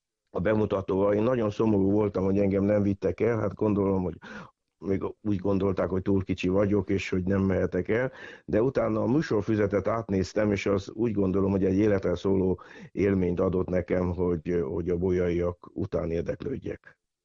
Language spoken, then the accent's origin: Hungarian; Târgu Mureș, Mureș County, Romania; Igen, hát én marosvásárhelyi születésű vagyok, és ugye Marosvásárhelyen nőttem fel